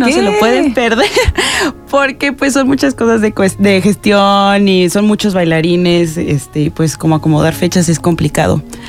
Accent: Tamaulipas, Mexico; now in Querétaro, Mexico; Yo soy de Tamaulipas.

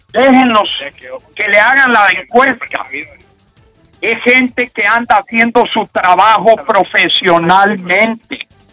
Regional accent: Honduras; Entonces, como hondureños, todos tenemos que hacer nuestro trabajo.

